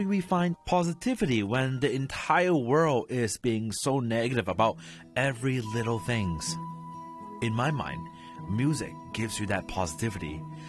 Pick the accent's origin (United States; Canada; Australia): Canada; What we as Canadian has to offer in the music industry.